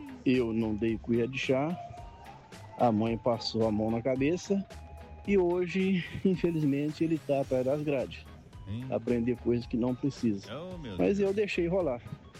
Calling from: Manhuaçu, Minas Gerais, Brazil; sou da cidade de Manhuaçu, Minas Gerais.

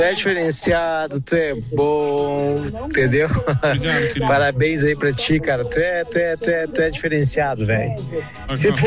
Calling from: Novo Hamburgo, Rio Grande do Sul, Brazil; Eu sou aqui do Rio Grande do Sul também.

